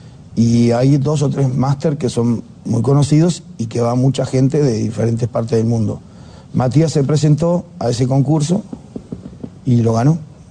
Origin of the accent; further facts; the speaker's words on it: Montevideo, Uruguay; nacido Malvin